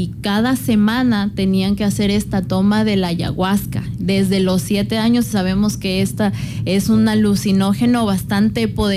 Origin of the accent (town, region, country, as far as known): Santo Domingo de los Tsáchilas, Ecuador